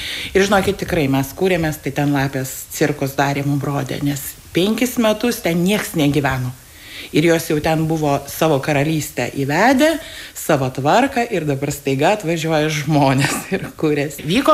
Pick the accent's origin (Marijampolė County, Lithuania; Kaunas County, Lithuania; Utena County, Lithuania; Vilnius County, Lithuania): Kaunas County, Lithuania; Kaunas; aš tiesiog pamilau šio krašto gamtą ir ieškojau, kurgi apsigyventi, nes aš esu pati kaunietė.